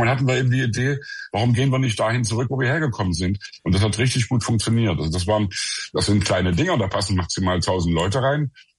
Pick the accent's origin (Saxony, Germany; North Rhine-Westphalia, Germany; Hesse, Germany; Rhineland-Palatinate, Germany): Saxony, Germany; Leipzig; Also wir sind ja in der Thomaskirche in Leipzig groß geworden, also vier von uns